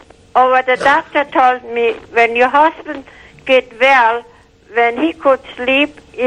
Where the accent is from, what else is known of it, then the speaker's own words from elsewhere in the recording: Ohio, United States; I come from Ohio.